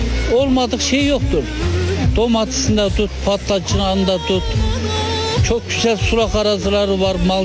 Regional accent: Malatya, Turkey; born or raised there

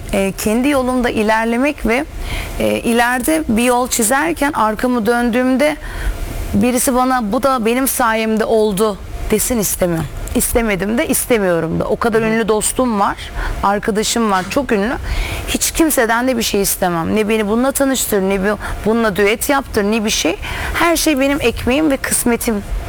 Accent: Adana, Turkey; now in Istanbul, Turkey; Adana'dan. Adanalıyım. Orada okudum, bitirdim. Geldim.

